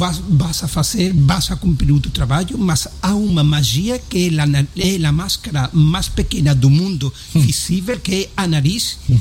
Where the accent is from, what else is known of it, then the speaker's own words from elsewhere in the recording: Spain; Portuguese is a second language; now in Portugal; eu sou espanhol e durmo a siesta